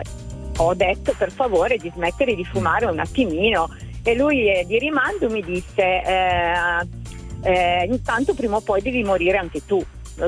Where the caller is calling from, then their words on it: Biella, Piedmont, Italy; Sono di Biella